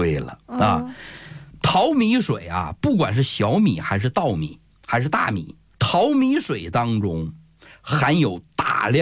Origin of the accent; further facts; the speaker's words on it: China; 咱们内地人